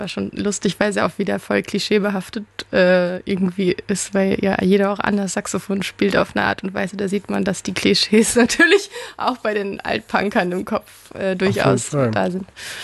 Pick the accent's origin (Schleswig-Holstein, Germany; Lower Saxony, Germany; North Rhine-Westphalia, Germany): North Rhine-Westphalia, Germany; Oerlinghausen; Ich bin in Lippe in Oerlinghausen groß geworden.